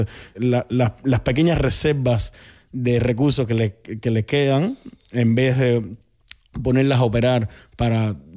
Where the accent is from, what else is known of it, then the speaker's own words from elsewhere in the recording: Cuba; accent: Cuban; moved away as an adult; now in Barcelona, Spain; como buen cubano y como te puedes dar cuenta, cuando entré a la universidad me como toda la CR, todas las S, hablo rápido, me trastabillo.